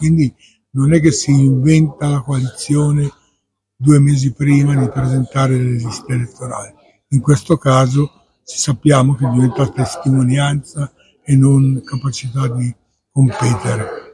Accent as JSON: {"language": "Italian", "town": "Lecco", "region": "Lombardy", "country": "Italy", "said": "io vengo da Lecco"}